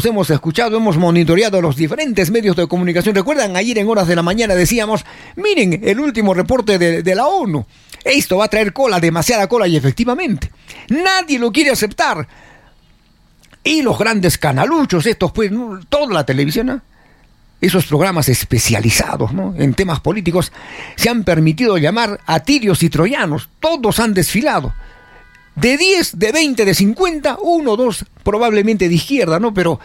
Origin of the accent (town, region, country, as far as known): Peru